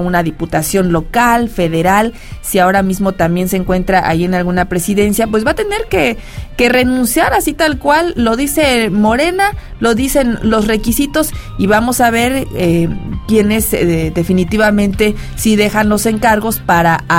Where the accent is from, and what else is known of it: Mexico